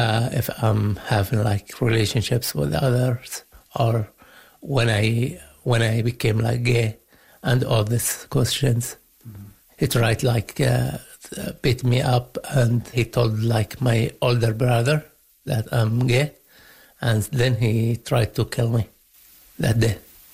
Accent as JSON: {"language": "English", "country": "Yemen", "moved": "as an adult", "lives_now": "Winnipeg, Canada", "said": "I'm 36 years old. I'm from Yemen. I moved here last year. I attended the Pride here in Winnipeg, and it was my first Pride ever."}